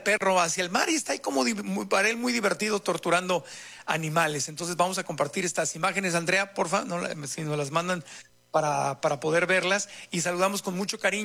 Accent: Tijuana, Baja California, Mexico; Y una imágenes que tristemente vienen de mi tierra, de Tijuana

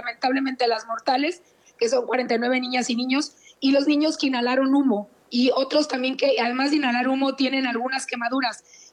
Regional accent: Sonora, Mexico; yo soy una sonorense 100% que aguanta el calor y todo

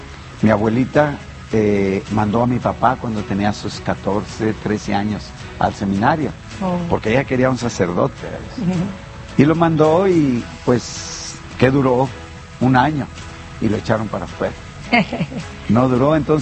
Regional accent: Guanajuato, Mexico; moved away; Ahí en mi pueblo. Yo soy del estado de Guanajuato

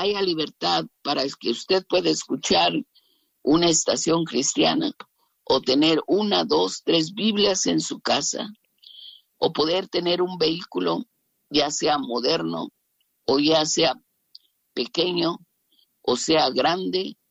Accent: Mexico City, Mexico; now in United States; cuando yo vivía en mi país, México, en el Distrito Federal

